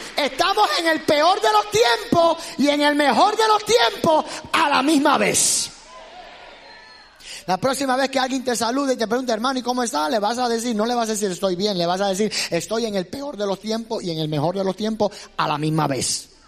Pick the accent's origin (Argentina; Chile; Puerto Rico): Puerto Rico; Puerto Rico, de donde yo vengo